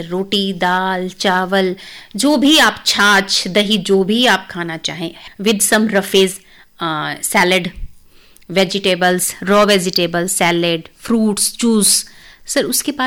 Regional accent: Jind, Haryana, India; मैं जींद से बिलोंग

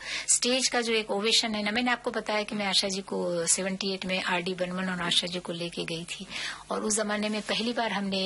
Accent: Dar es Salaam, Tanzania; moved away; جی میں دار اسلام کی رہنے والی ہوں, اور آپ کو بتاؤں کہ دار اسلام اتنی خوبصورت جگہ ہے

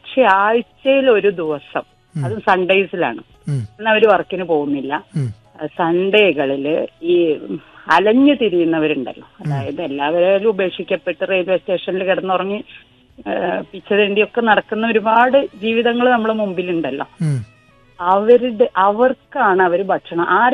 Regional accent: Manjeri, Kerala, India; ഞാൻ മഞ്ചേരി തുറക്കൽ തന്നെയാണ്.

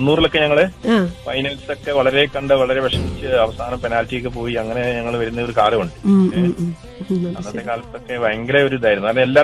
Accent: Nilambur, Kerala, India; also born or lived in Pala; നാട് ജനിച്ചത് പാലായിലാണ്, ഞങ്ങള് ചെറുപ്പത്തിൽ ഇവിടേക്ക് നിലമ്പൂരിൽ വന്നാണ്, 3 വയസ്സൊക്കെ.

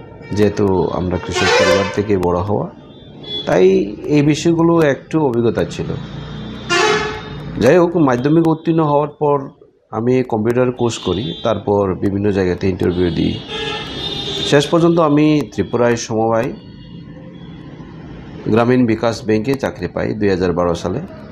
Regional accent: Tripura, India; আমার বেড়ে ওঠা বঘাভাতেই এক কৃষক পরিবারে, আমরা সবাই বোন।

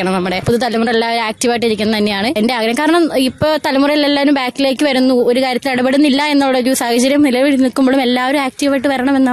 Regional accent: Mulanthuruthy, Kerala, India; Nadu Mulanthuruthy.

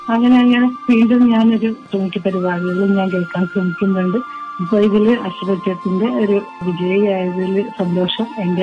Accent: Pallippuram, Kerala, India; now in Palakkad, India; എന്റെ സ്വന്തം നാട് എന്നിട്ട് ആലപ്പുഴ ജില്ലയിലെ ചേർത്തലയ്ക്കടുത്ത് പള്ളിപ്പുറമാണ് എന്റെ നാട്.

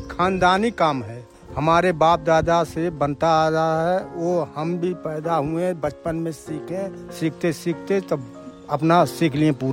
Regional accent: Azamgarh, Uttar Pradesh, India; born there; moved away as an adult; अपना हमारा घर है आजमगढ़।

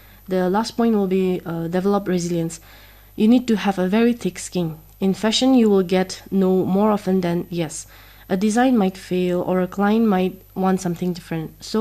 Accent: Nagaland, India; Growing up in Nagaland, we are surrounded by rich cultural textiles and craftsmanships.

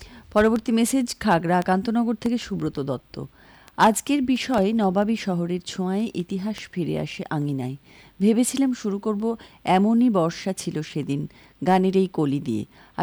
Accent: Murshidabad, West Bengal, India; born there; মুর্শিদাবাদটা সত্যিই গর্বের জায়গা, আমাদের জন্মস্থান মুর্শিদাবাদ।

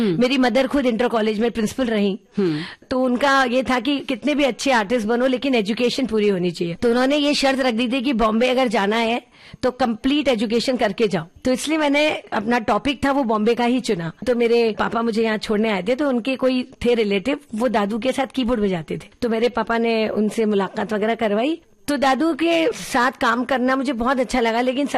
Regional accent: Agra, Uttar Pradesh, India; now in Mumbai, India; तो मैंने कहा अंकल मैं आगरा से हूँ।

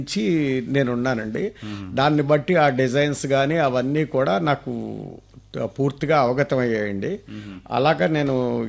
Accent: Mungandagraharam, Andhra Pradesh, India; మా స్వగ్రామం తూర్పుగోదావరి జిల్లా అంబాజీపేట సమీపంలోని పండిత జగన్నాథరాయల స్వగ్రామమైన ముంగండగ్రహారం అండి.

